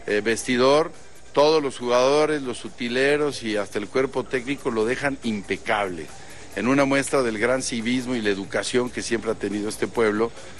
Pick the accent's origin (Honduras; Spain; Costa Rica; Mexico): Mexico